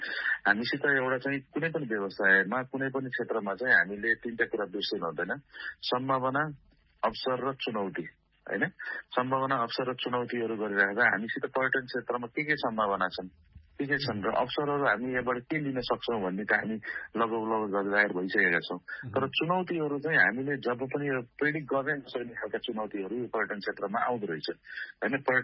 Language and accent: Nepali; Pokhara, Gandaki Province, Nepal; मेरो जन्म नै लेक साइडमा भएको